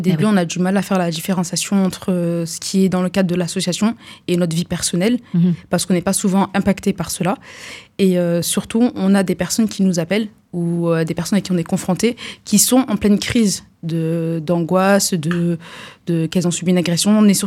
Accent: Valence, Auvergne-Rhône-Alpes, France; donc j'ai 29 ans. Je suis née sur Valence et j'y vis actuellement. J'ai grandi dans notre belle commune de Valentinoise.

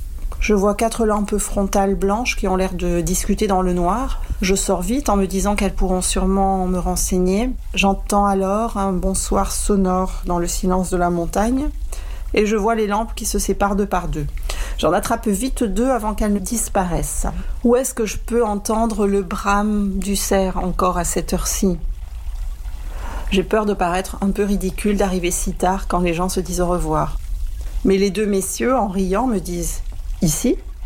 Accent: Loriol-sur-Drôme, Auvergne-Rhône-Alpes, France; now in Belgium; Moi, j'ai grandi à Loriol.

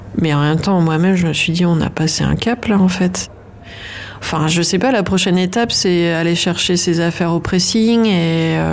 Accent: Lille, Hauts-de-France, France; born there; now in Lambersart, France

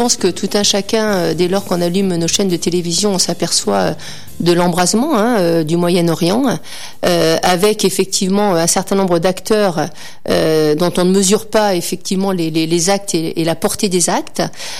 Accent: France; en tant que Français, globalement, en tant que femme

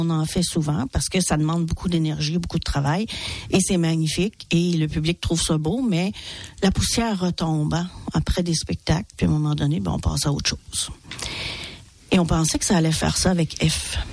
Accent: Quebec, Canada; on va ramasser nos grammans, comme on dit chez nous au Québec

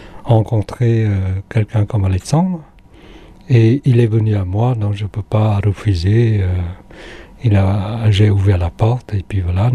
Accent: Cambodia; moved away as an adult; now in France; Je viens du Cambodge, je suis né et vécu 19 ans là-bas et me voilà 55 ans et je suis en France depuis 1975

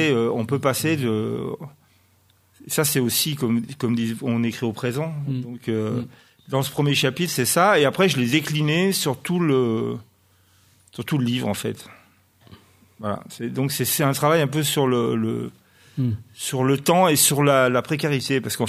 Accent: Grenoble, Auvergne-Rhône-Alpes, France; je suis grenoblois

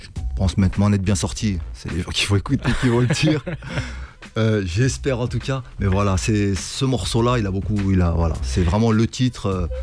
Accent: Chambéry, Auvergne-Rhône-Alpes, France; Moi, je viens de Chambéry-le-Haut. J'ai vécu à la ZUP. Je suis né là-bas.

